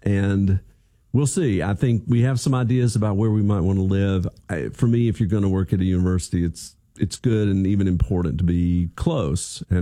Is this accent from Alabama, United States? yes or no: yes; Birmingham, Alabama, United States; also born or lived in Bloomington, Indiana; now in Columbia, Missouri, United States; I grew up in Birmingham.